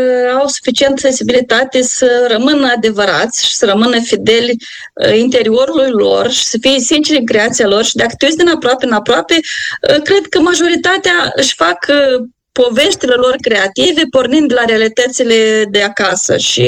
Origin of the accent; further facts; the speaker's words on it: Moldova; now in Iași, Romania; sunt parte din diaspora, sunt parte din Moldova, sunt parte din România, dar pentru mine contează să fiu basarabean de oriunde în lume